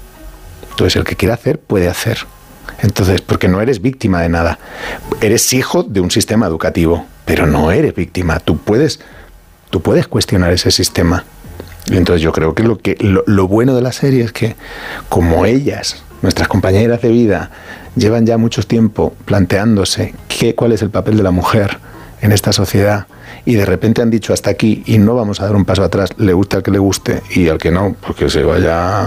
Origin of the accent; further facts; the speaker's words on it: Getafe, Community of Madrid, Spain; yo y vivo en Getafe, en la casa en la que nací, con lo cual yo reivindico Getafe por un montón de razones.